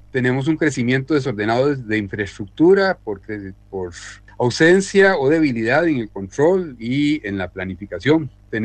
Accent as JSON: {"language": "Spanish", "country": "Costa Rica", "said": "en la zona sur de nuestro país, de Costa Rica."}